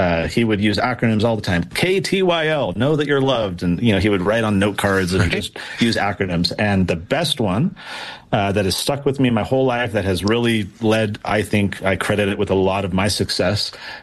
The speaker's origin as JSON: {"language": "English", "town": "Poway", "region": "California", "country": "United States", "tie": "born or raised there", "said": "I grew up in Poway, which is in San Diego, and we were the Titans, the Poway Titans."}